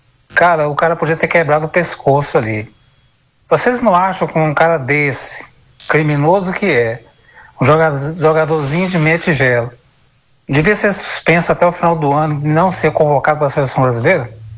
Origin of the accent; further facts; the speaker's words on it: Rio de Janeiro, Brazil; born there; now in Goiânia, Brazil; sou flamenguista desde menino, tenho 27 anos de idade, nasci no Rio de Janeiro.